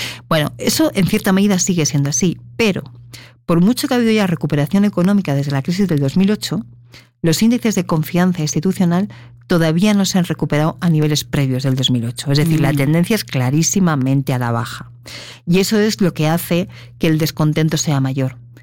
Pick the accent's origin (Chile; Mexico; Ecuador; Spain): Spain; moved away; En mi país, por ejemplo, yo vengo de España